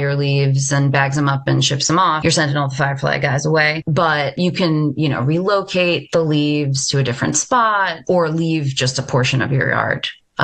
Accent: Long Island, New York, United States; growing up on Long Island

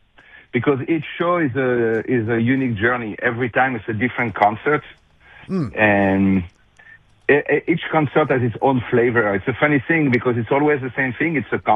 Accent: Fontainebleau, Île-de-France, France; moved away; I grew up in Fontainebleau, France.

